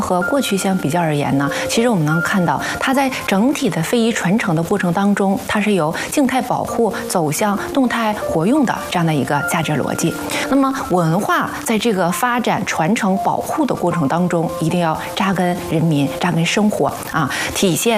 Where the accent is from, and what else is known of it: Northeast China, China